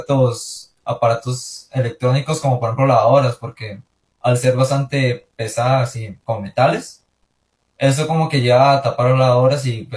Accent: Colorado, Guanacaste, Costa Rica

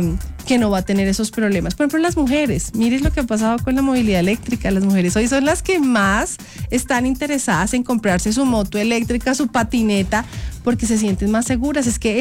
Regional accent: Bogotá, Colombia; porque somos los bogotanos con nuestros impuestos los que tenemos que salir a mirar cómo pagamos el déficit que hoy tiene Transmilenio.

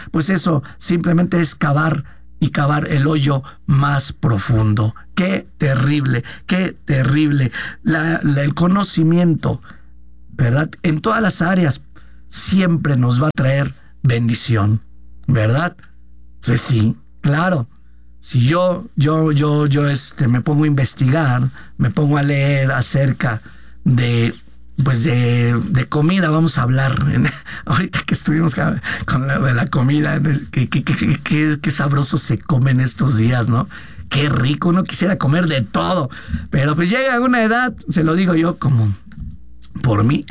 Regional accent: Mexico

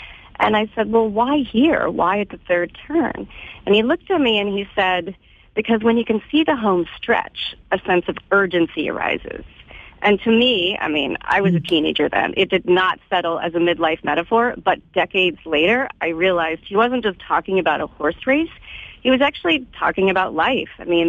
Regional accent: Louisville, Kentucky, United States; I grew up in Louisville, Kentucky. I went to Churchill Downs many times. It's the home of the Kentucky Derby.

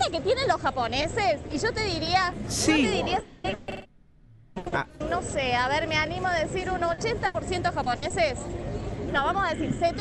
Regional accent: Córdoba, Argentina; cómo es Córdoba y cómo es el lugar donde venimos.

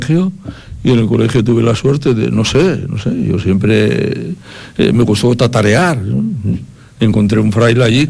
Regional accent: La Felguera, Asturias, Spain; Yo tenía 17 años. Oye, pues soy de la Felguera, yo trabajo, ¿no? Aquí en Sama y tal.

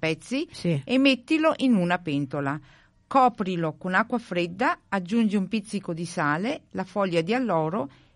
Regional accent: Veneto, Italy; essendo veneta

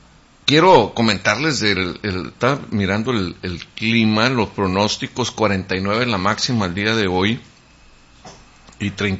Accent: Mexicali, Baja California, Mexico; born there; nacimos aquí en Mexicali, pero traemos todo lo de allá de Jonora.

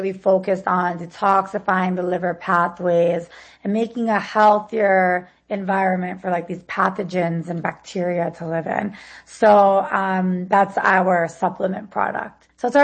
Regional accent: Toronto, Ontario, Canada; I'm a Canadian. I am a Canadian from Toronto, but we launched the brand in the United States.

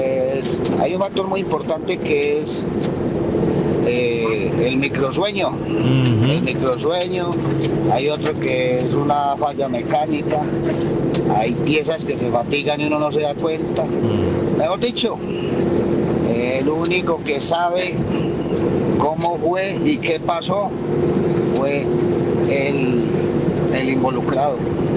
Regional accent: Valle del Cauca, Colombia; de el Valle del Cauca.

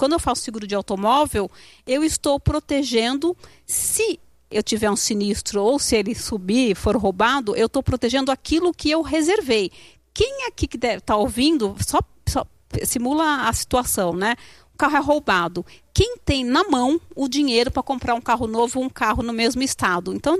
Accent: Brazil

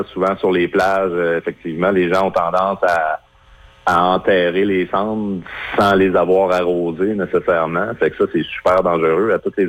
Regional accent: Sept-Îles, Quebec, Canada; chez nous à Sept-Îles

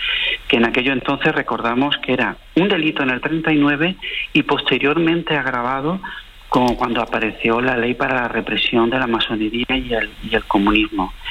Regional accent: Granada, Andalusia, Spain

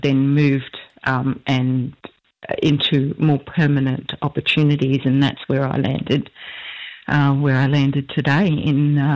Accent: Weipa, Queensland, Australia; born or raised there; also born or lived in Old Mapoon, Australia

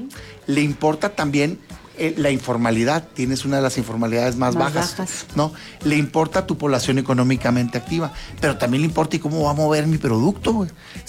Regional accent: Mexico

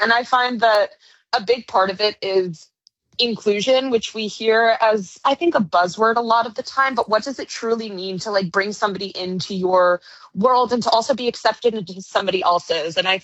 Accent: New York City, New York, United States; I am born and raised in New York City. So I got the privilege of growing up around a lot of Broadway.

